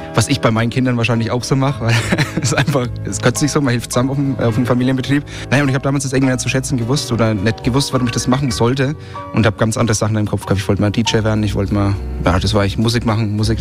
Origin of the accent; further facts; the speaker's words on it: Bavaria, Germany; Also ich bin ja auf dem Weingut hier aufgewachsen.